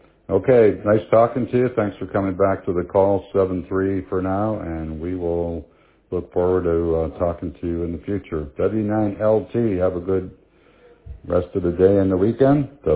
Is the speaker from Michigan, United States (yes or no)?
yes; Detroit, Michigan, United States; also born or lived in Florida; now in Aventura, United States; I'm originally from Detroit. Moved to Florida many years ago, and now setting up a station up here in Ohio